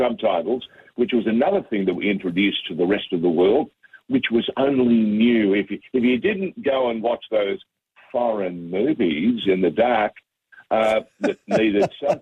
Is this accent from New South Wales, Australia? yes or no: yes; Sydney, New South Wales, Australia; I was born and bred in Sydney